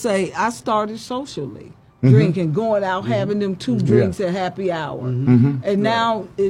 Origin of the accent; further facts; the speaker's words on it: United States; I grew up on the Near East Side since I was 7.